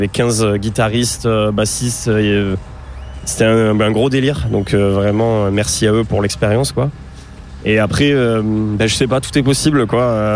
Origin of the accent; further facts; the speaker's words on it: Toulouse, Occitanie, France; on vient du même coin. On vient de Toulouse.